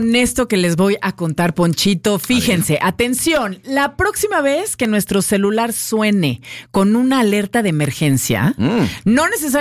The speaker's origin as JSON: {"language": "Spanish", "country": "Mexico", "said": "Esto la verdad es que como mexicanos nos debe hacer sentir mucho orgullo."}